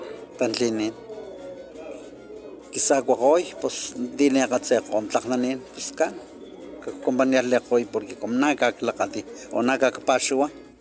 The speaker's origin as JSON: {"language": "Spanish", "town": "San Martín", "country": "Mexico", "said": "Entonces, soy de San Martín, yo acompaño aquí los danzantes aquí de Ignacio Allende, danzantes de Tuxtla y de San Martín."}